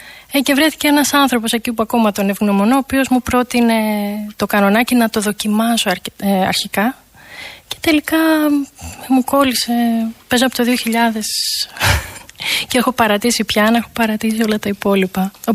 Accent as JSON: {"language": "Greek", "town": "Athens", "region": "Attica", "country": "Greece", "tie": "born or raised there", "said": "Και εγώ Αθηνέζα, όπως και η Μαρία. Γεννήθηκα και μεγάλωσα εδώ, βέβαια με καταβολές βαριές."}